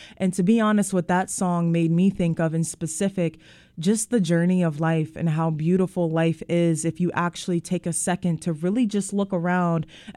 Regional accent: Mannheim, Baden-Württemberg, Germany; moved away; you're in my hometown. Willkommen zu Mannheim.

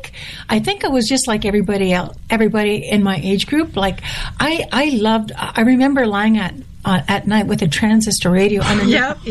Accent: Manitoba, Canada; now in Fort Saskatchewan, Canada; I'm from Manitoba. No, I was born in Manitoba, and I go home as frequently as I can. I came back from being back home about a month ago, but I now live in Alberta. I live outside of it, in a little town called Fort, believe it or not, Fort Saskatchewan, Alberta.

